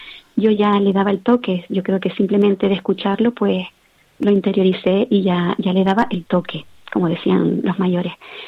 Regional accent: Sabinosa, Canary Islands, Spain; moved away as an adult; now in Frontera, Spain; yo también pasé muchos momentos de mi infancia en el Pozo de la Salud, que es justo el pueblo que está debajo de Sabinosa.

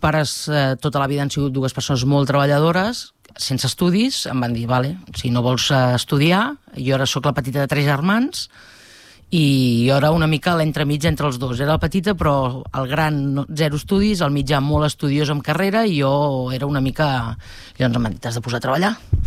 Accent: Manresa, Catalonia, Spain; Jo soc nascuda a Manresa, el 29 d'abril del 81, i vaig estar vivint a Manresa fins quasi els 29 anys

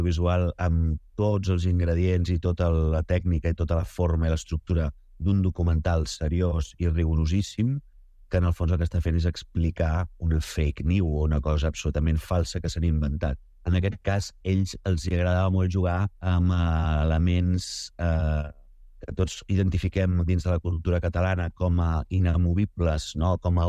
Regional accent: Gelida, Catalonia, Spain; els Vailets de Gelida, que és la colla del meu poble

